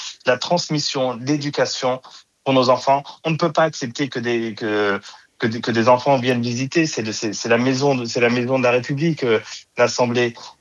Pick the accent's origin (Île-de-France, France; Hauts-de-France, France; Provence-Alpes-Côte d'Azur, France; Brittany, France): Île-de-France, France; born there; je suis né en Hexagone, je suis né en Essonne, mais quand je vais en Martinique, je vois les inégalités.